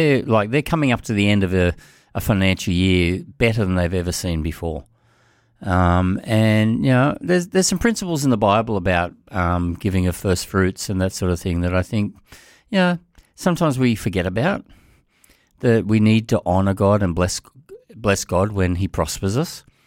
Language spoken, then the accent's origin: English; Sydney, New South Wales, Australia; moved away as an adult; now in Central Coast, Australia; I grew up in Western Sydney, like in the Bankstown sort of area, and we were married, and we were living in Chester Hill, and we'd been living in Chester Hill for about 10 years.